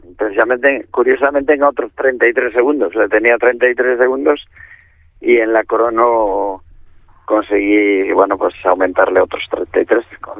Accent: Ponteareas, Galicia, Spain; born there

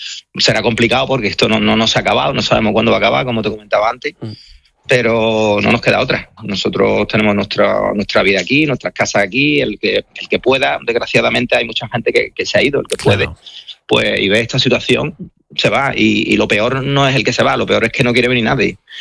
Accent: Spain; yo soy español antes que comerciante

